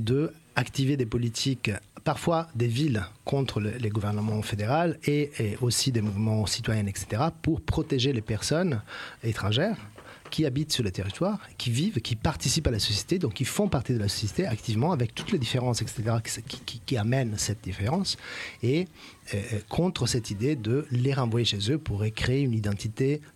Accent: Verona, Veneto, Italy; Moi, à chaque fois, je parle de ma ville natale, Vérone.

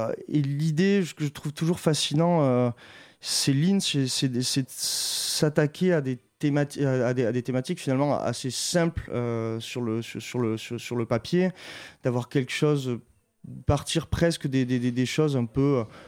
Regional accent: Nouvelle-Aquitaine, France; also born or lived in Bayonne, France; je suis né à Bayonne, donc au Pays Basque. J'ai grandi en Béarn, à côté du Pays Basque, et j'ai aussi des origines du coup portugaises.

